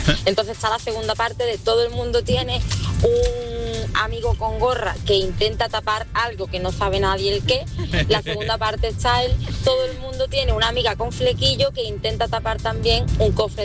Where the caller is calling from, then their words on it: Málaga, Andalusia, Spain; de Málaga.